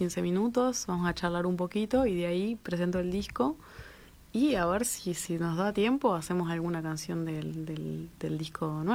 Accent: Maldonado, Uruguay; yo soy de Maldonado y fui con el liceo cuando era...

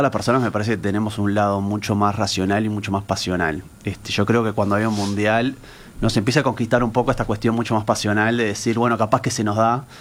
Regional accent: Uruguay; los uruguayos somos bastante más reservados cuando salimos para afuera

